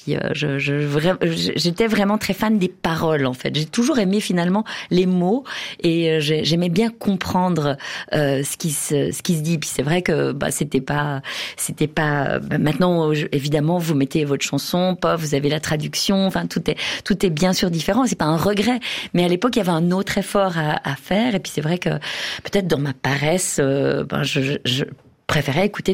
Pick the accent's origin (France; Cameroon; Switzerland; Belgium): Switzerland; Biel/Bienne, Bern; now in La Neuveville, Switzerland; J'ai grandi à Bienne avec ma famille.